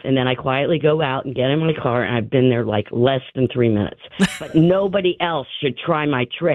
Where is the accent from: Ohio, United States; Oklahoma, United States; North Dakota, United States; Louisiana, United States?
Ohio, United States; Cincinnati; If you remember, I'm originally from Cincinnati.